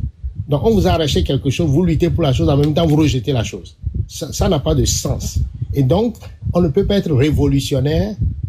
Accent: Togo; en tant que Togolais

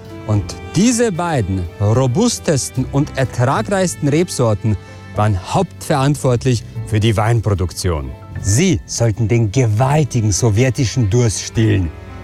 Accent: Austria; Als Österreicher dachte ich immer, die Römer haben den Wein erfunden.

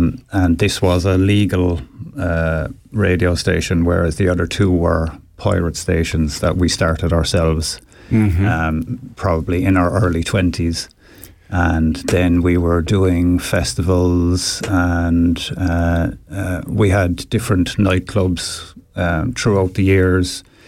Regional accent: Cork, Munster, Ireland; No, I'm originally from Ireland, from Cork City, south of Ireland.

